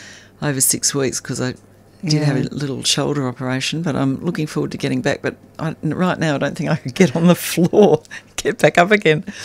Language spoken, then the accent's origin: English; Armidale, New South Wales, Australia; From Armidale, where we grew up in New South Wales.